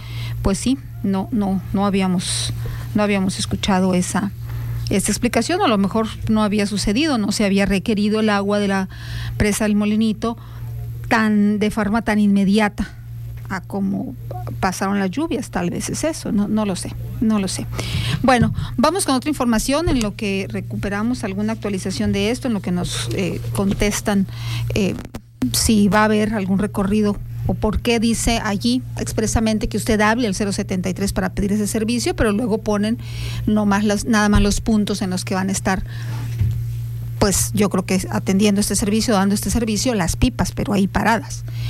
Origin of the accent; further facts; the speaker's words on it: Mexico; ya lo habíamos caminado como mexicanos